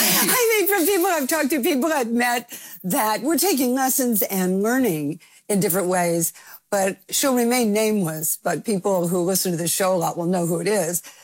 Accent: Los Angeles, California, United States; I grew up in Los Angeles

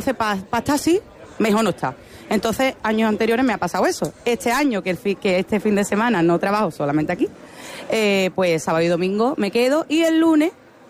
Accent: La Línea de la Concepción, Andalusia, Spain; donde voy siempre se me llena la boca de decir que soy de la línea.

